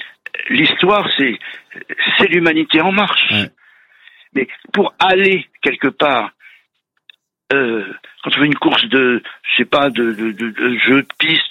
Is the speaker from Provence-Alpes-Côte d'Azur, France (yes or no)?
no; Île-de-France, France; je suis originaire des Yvelines